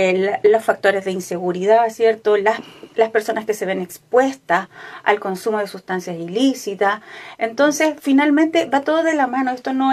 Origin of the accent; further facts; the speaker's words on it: Los Lagos, Chile; ¿Y qué pasa con nuestras vecinas, con nuestros vecinos? Yo soy chilota.